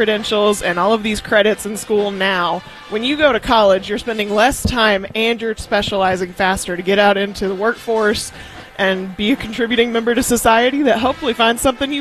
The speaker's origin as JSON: {"language": "English", "region": "Texas", "country": "United States", "moved": "as an adult", "lives_now": "Nashville, United States"}